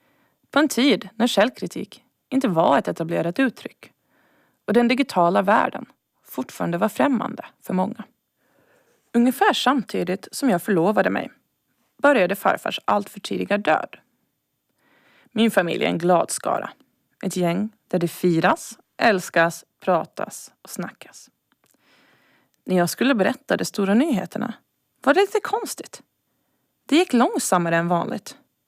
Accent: Godby, Åland, Finland; born there; moved away; Hon arbetade i köket på Godbydaghem när jag gick mina första år på dagis.

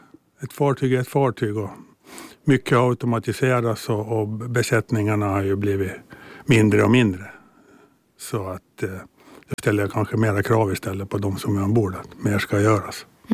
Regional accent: Hammarland, Åland Islands; also born or lived in Mariehamn; Jag är född i Hammarland och bor i Hammarland. Och har bott där egentligen hela mitt liv förutom några år när jag studerade

